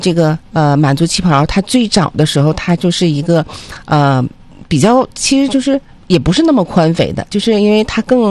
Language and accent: Chinese; China